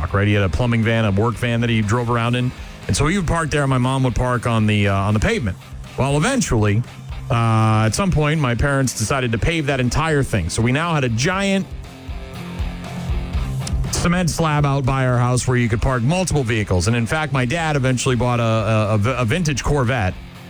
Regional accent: Nashua, New Hampshire, United States; our home that I grew up in on Syracuse Road in Nashua, New Hampshire

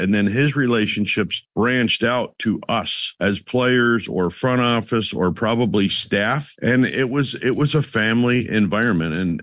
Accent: Souderton, Pennsylvania, United States; This thing growing up in Souderton and all around, you know, the area, a home run derby was sponsored.

